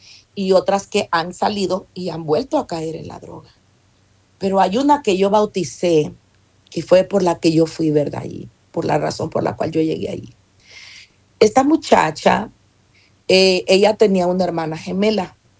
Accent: United States; muchas veces se nos pasan los altos, especialmente cuando somos de Estados Unidos.

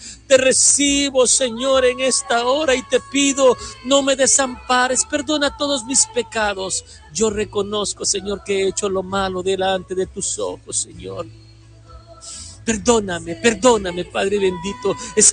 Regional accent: Honduras

